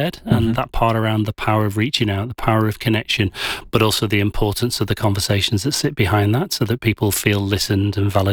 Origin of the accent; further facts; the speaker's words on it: England, United Kingdom; now in Adelaide, Australia; as an Englishman